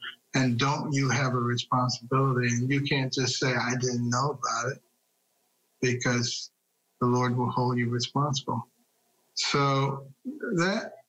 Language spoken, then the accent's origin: English; Detroit, Michigan, United States; also born or lived in Boston; Well, I grew up in Detroit, a very liberal city, and then in Boston, a very liberal city.